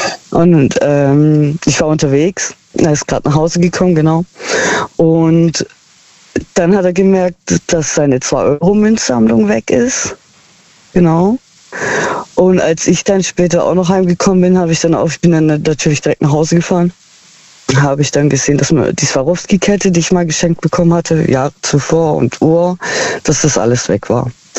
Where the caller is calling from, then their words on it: Heilbronn, Baden-Württemberg, Germany; Aus Heilbronn.